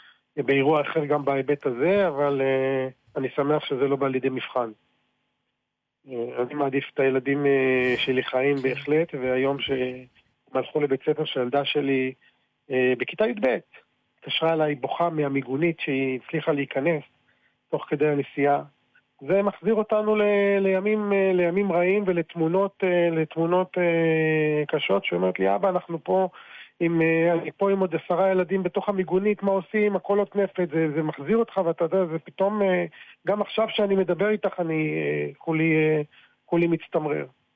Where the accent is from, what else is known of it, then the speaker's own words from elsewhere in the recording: Kiryat Shmona, Northern District, Israel; אני נולדתי וגדלתי בקריית שמונה.